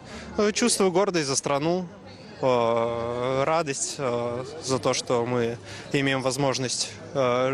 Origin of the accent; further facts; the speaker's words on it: Tosno, Leningrad Oblast, Russia; Я коренной житель Тосна.